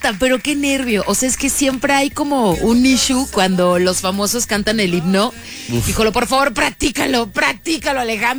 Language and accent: Spanish; Mexico; Y yo, señora, soy de México.